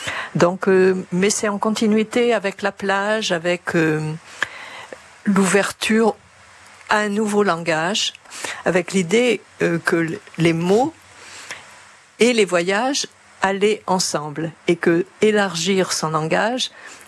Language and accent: French; Arcachon, Nouvelle-Aquitaine, France; j'ai grandi à Arcachon, donc la plage était le prolongement de mon existence.